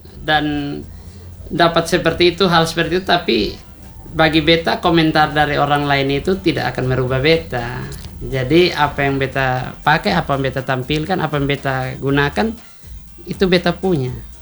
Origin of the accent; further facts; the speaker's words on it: East Nusa Tenggara, Indonesia; now in Kupang, Indonesia; di kampung saya di Takari itu sama.